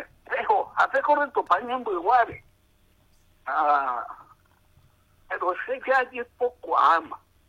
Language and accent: Spanish; San Antonio, Central, Paraguay; moved away as an adult; also born or lived in Asunción; now in Ñemby, Paraguay; Nací en Asunción, me crié acá cerca en San Antonio.